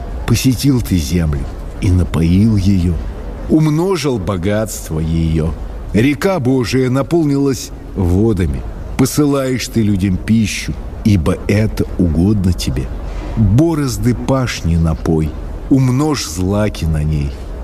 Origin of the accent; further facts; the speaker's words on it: Moscow, Russia; Нет, я потомственный москвич.